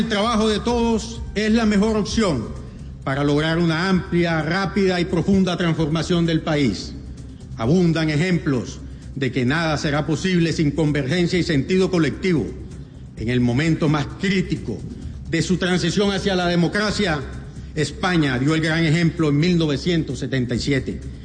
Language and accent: Spanish; Caribbean Region, Colombia; En nuestra costa Caribe, de donde usted y yo somos presidente de la República, abundan las familias que viven en el diario dilema